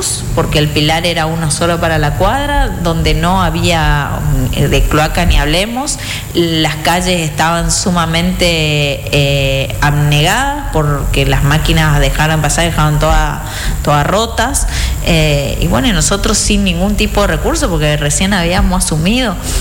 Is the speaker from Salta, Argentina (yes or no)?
no; Resistencia, Chaco, Argentina; nosotros somos de Villa Río Negro.